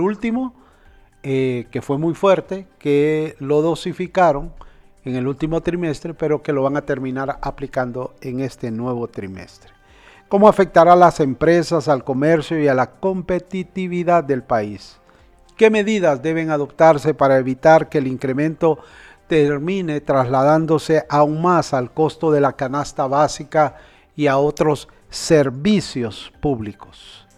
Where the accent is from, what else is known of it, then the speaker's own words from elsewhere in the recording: Honduras; el costo de vida en nuestro país